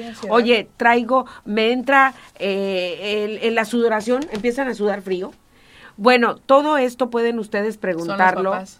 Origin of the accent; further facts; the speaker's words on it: Coatzintla, Veracruz, Mexico; Coatzintla. Coatzintla, Veracruz, mi pueblo.